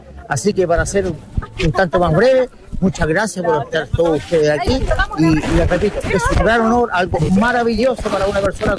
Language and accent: Spanish; San Felipe, Valparaíso, Chile; Somos sanfelipeños de corazón. Yo amo y quiero mi pueblo querido, el Almendral, y sanfelipeños de corazón